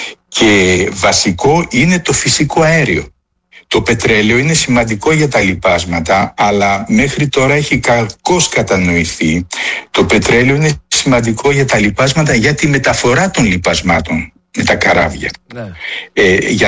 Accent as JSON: {"language": "Greek", "town": "Athens", "region": "Attica", "country": "Greece", "tie": "born or raised there", "said": "Εγώ πιτσιρικά θυμάμαι που μεγάλωσα στην Αθήνα, υπήρχαν περίοδοι που καίγαν τα πόμολα, έτσι, τον Ιούλιο και τον Αύγουστο."}